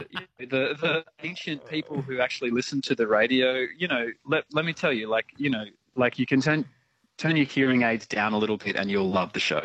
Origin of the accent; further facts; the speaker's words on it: Wagga Wagga, New South Wales, Australia; I grew up in Wagga Wagga playing, you know, in youth music bands essentially.